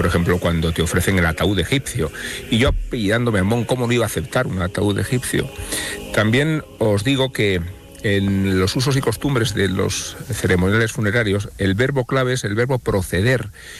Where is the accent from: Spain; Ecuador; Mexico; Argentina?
Spain; Salamanca, Castile and León; funerales en Salamanca, de donde vengo.